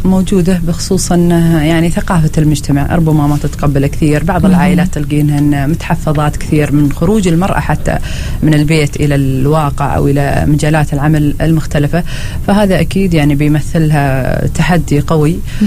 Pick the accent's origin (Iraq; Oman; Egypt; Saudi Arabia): Oman; Al Wusta; في محافظة الوسطى بالأخص عندنا